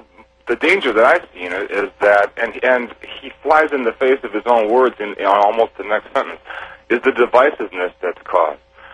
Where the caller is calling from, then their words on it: Kenosha, Wisconsin, United States; from Kenosha, Wisconsin.